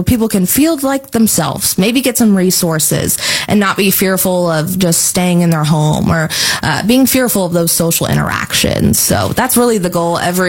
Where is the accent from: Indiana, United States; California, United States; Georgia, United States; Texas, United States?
Indiana, United States